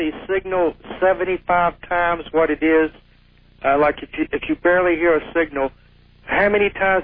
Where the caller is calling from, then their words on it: Daytona Beach, Florida, United States; Yeah, I'm calling from Daytona Beach, Florida.